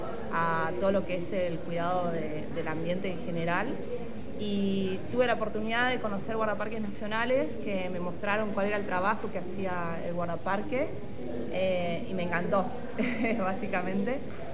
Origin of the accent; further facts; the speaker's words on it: Comodoro Rivadavia, Chubut, Argentina; moved away as an adult; now in San Pedro, Argentina; vengo de Comodoro Rivadavia, de la provincia de Chubut. Estoy estudiando la carrera Tecnicatura Universitaria Guardaparque en San Pedro.